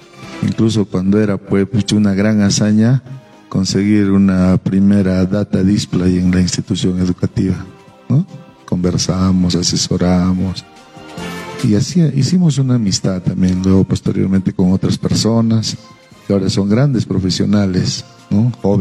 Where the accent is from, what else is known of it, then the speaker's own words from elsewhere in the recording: Yunguyo, Puno, Peru; en el año 2001-2002 retorno a mi tierra como profesor en mi colegio, en el Colegio José Galvez.